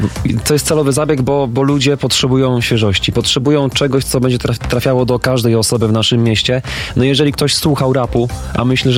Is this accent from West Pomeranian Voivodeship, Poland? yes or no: yes; Szczecin, West Pomeranian Voivodeship, Poland; my jesteśmy ludźmi ze Szczecina, ZTS to nasze miasto, chcieliśmy zawsze tu robić fajne rzeczy